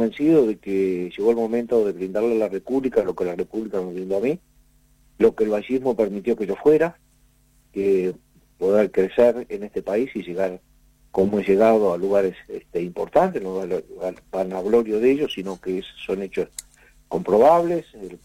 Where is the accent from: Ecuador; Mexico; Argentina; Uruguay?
Uruguay; Confío en mi gente, confío en mi país, como confié en la gente donde yo me crié, me desarrollé como médico